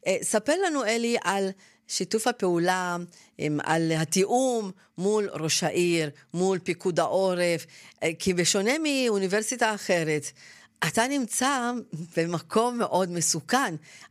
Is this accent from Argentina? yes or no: no; Northern Israel, Israel; אני גם צפונית